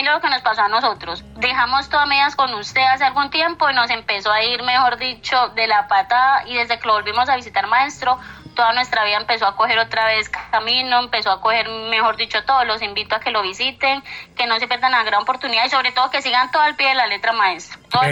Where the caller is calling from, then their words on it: Samaná, Caldas, Colombia; lo llamo desde Samaná, Caldas.